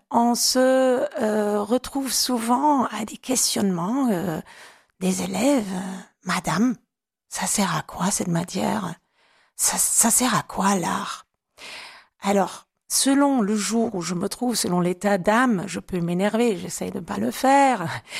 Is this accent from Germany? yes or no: yes; Germany; accent: German; French is a second language; now in Avignon, France; j'ai un accent allemand. Je suis d'origine allemande